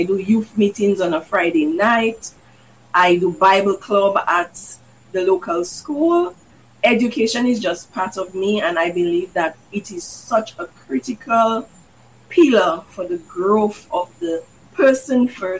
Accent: Salisbury, Dominica; I'm the founder of Your Extra Hands. I'm Dominican, born and raised in Salisbury

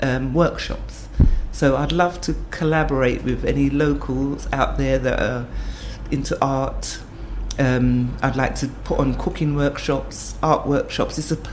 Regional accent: England, United Kingdom; moved away; I'm from England

